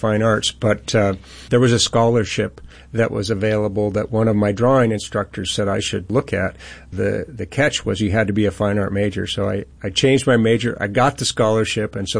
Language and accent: English; Spokane, Washington, United States; We moved to Spokane in 1970, I believe it was. Started the first grade at University Elementary School